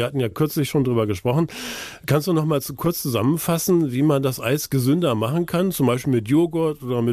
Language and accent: German; Lower Saxony, Germany; Ich bin in der Nähe geboren und aufgewachsen.